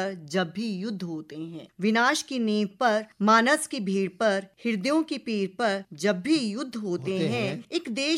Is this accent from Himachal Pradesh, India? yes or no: yes; Guler, Himachal Pradesh, India; born there; moved away; हमारे गांव गुलेर पे ही एक कविता है।